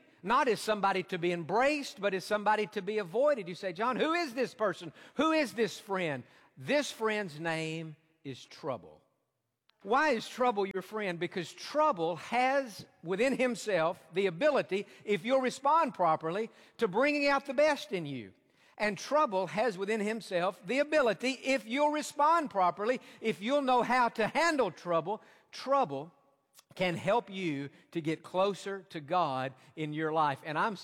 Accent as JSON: {"language": "English", "region": "Tennessee", "country": "United States", "tie": "born or raised there", "said": "He and I grew up together in Tennessee, and good friend."}